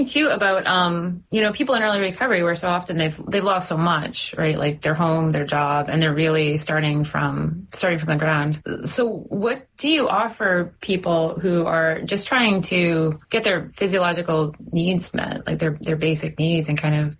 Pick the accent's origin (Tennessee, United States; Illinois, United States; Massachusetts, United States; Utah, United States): Massachusetts, United States; Boston; You know, I grew up down near Boston, and, you know, subways and buses and trains are just kind of part of it.